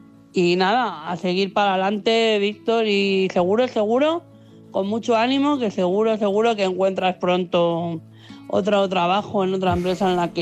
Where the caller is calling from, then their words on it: Madrid, Community of Madrid, Spain; de Madrid.